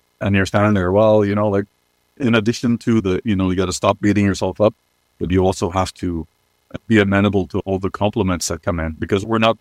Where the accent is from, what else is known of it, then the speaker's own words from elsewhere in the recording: Canada; I read comic books when I was a kid growing up on the Rez.